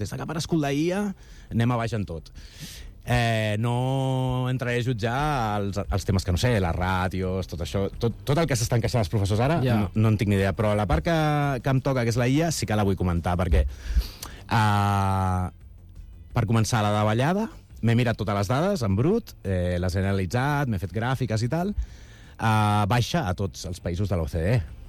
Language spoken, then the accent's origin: Catalan; Catalonia, Spain; que tenim com a catalans